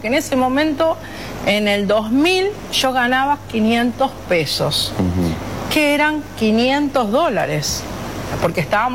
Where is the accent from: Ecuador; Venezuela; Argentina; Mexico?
Argentina; Rosario, Santa Fe; moved away as an adult; now in United States; Porque era un aprendizaje, era algo que había venido yo a probar a Estados Unidos, cosas que no hacía allá. Yo no iba a ir a limpiar un baño en Rosario, porque ya tenía mi trabajo.